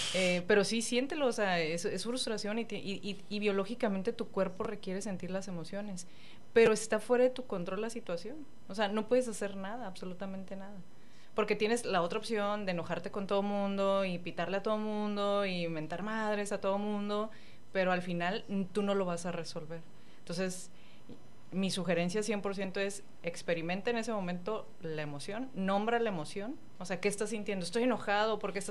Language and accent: Spanish; Tijuana, Baja California, Mexico; yo también soy de Tijuana y vivo este estrés de los cruces fronterizos todo el tiempo.